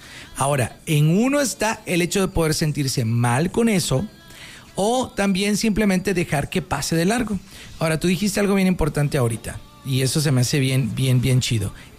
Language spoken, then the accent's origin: Spanish; Mexico; Somos mexicanos.